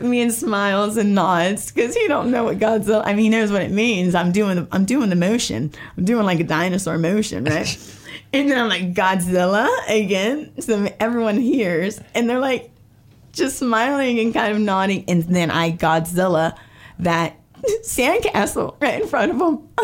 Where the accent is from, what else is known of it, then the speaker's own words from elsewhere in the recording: St. Petersburg, Florida, United States; I'm from St. Pete. St. Pete, shout out.